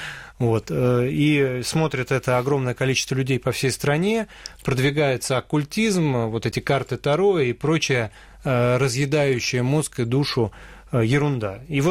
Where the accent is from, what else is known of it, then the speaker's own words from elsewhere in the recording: Moscow, Russia; как коренной москвич